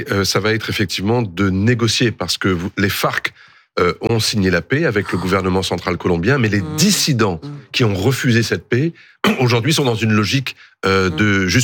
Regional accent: France; en tant que Français

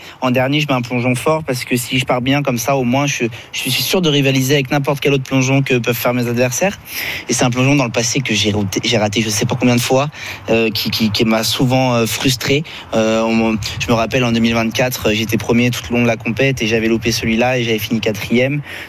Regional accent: Lyon, Auvergne-Rhône-Alpes, France; Moi, j'ai grandi à Lyon. J'ai fait primaire, collège, lycée là-bas, et en collège j'étais à Saint-Louis-Saint-Bruno

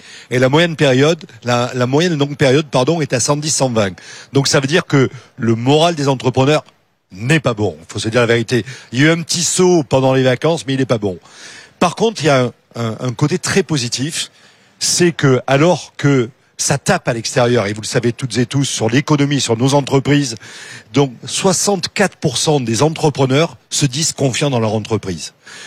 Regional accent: South-West France, France; comme on dit chez moi, dans le Sud-Ouest

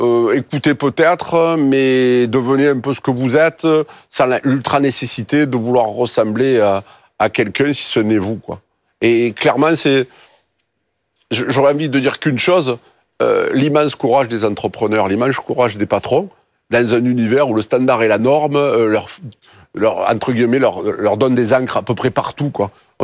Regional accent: Marseille, Provence-Alpes-Côte d'Azur, France; Il a échappé à personne que mon authenticité s'entend toujours, pique un peu les yeux, mon accent, c'est un peu l'ail. Mais en fait, c'est d'où je viens, c'est mon histoire, en fait.

